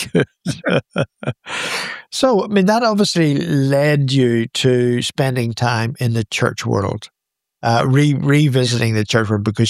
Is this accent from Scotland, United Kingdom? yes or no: no; Belfast, Northern Ireland, United Kingdom; I mean, I grew up in Belfast, and it was all bad in Belfast.